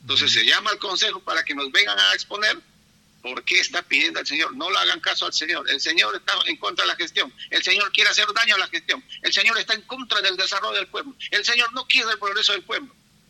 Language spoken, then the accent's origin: Spanish; Tocache, San Martín, Peru; born there; soy de Tocache, vivo en Tocache, soy un profesional hecho en Tocache, mis hijos son de Tocache, mis padres son de Tocache